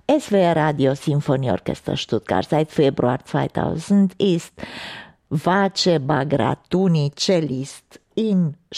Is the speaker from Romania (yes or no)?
yes; Romania; weil ich kämpfe auch für die kulturelle Brücke von Deutschland zu meiner Heimat Rumänien.